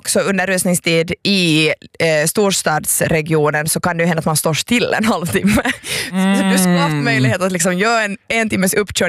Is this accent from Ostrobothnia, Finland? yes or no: no; Ekenäs, Uusimaa, Finland; jag är uppvuxen i Ekenäs